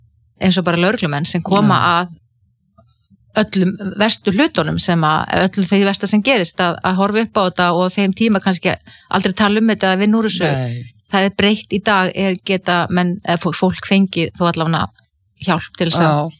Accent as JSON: {"language": "Icelandic", "town": "Ísafjörður", "region": "Westfjords", "country": "Iceland", "tie": "born or raised there", "said": "já, ég óttaðist sjóin sem kannski líka tengist því að ég alveg upp á Ísafirði það sem voru 10 sjóslys og menn drukknuðu"}